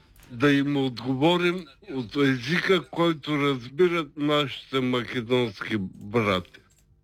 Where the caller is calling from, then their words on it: Dobrich, Dobrich Province, Bulgaria; Здравейте … съм от Добрич.